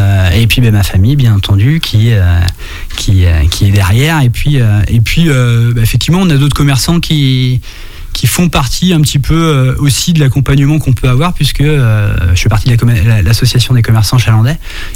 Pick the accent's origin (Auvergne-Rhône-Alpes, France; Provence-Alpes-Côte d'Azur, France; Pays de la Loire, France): Pays de la Loire, France; Le Perrier; Alors, je suis du Perrier à l'origine.